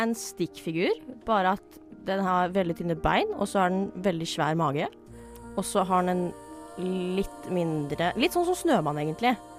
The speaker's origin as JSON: {"language": "Norwegian", "town": "Skarnes", "region": "Innlandet", "country": "Norway", "said": "Jeg er jenta fra Skarnes, et lite sted som heter Skarnes. Jeg er 22 år gammel, og jeg studerer på Oslo Met."}